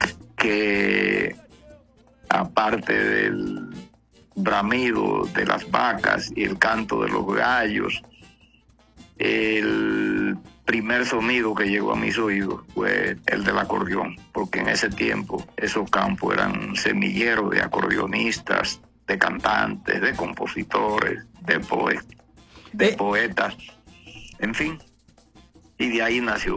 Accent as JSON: {"language": "Spanish", "town": "Nagua", "region": "María Trinidad Sánchez", "country": "Dominican Republic", "tie": "born or raised there", "said": "yo soy de Nagua, de un campo de Nagua. Un campo muy atrasado en la época que yo nací, hace más de 84 años, en esa aldea, que cuando llegaba la noche desaparecía del mapa"}